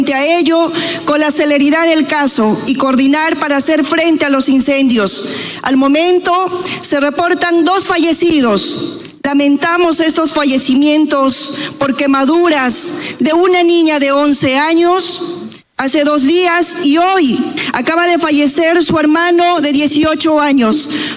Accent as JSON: {"language": "Spanish", "area": "Chumbivilcas", "region": "Cusco", "country": "Peru", "tie": "born or raised there", "said": "mi tierra Chumbivilcas"}